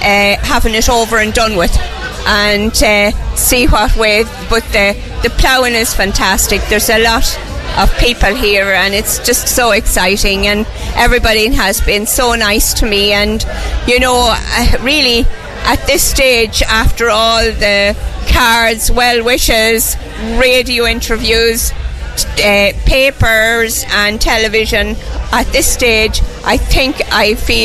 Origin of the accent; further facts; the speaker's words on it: Longwood, County Meath, Ireland; I'm from Longwood in County Meath